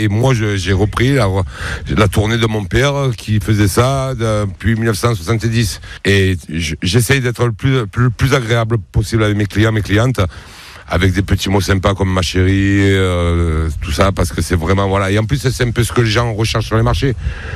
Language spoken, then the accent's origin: French; La Seyne-sur-Mer, Provence-Alpes-Côte d'Azur, France; also born or lived in Toulon; now in Ollioules, France; je suis né à Toulon et j'ai grandi à La Seyne-sur-Mer avec mes parents.